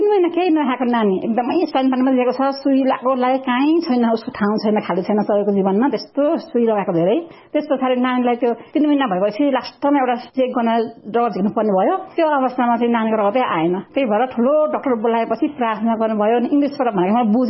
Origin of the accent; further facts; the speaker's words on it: Solukhumbu, Koshi Province, Nepal; now in Kathmandu, Nepal; अनि मेरो गाउँ चाहिँ सोलुखुम्बु हो, काङ्गेल वडा नम्बर 5 हो, गाविस हो हाम्रो चाहिँ। अनि हाल चाहिँ जन्म चाहिँ उहाँ हो, हाल चाहिँ म काठमाडौँमा बस्छु अनि काठमाडौँ यता बालकोटमा बस्छु